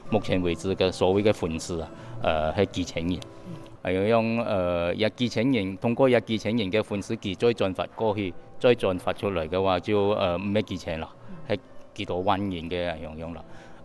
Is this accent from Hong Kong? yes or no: no; Malaysia; 仲有我哋馬來西亞人喜歡喜歡係一樣東西，客家娘酒。